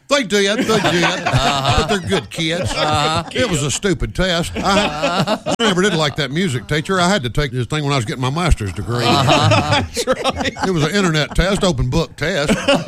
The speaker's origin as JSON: {"language": "English", "region": "Southern United States", "country": "United States", "tie": "born or raised there", "said": "I look back on my life growing up in the South."}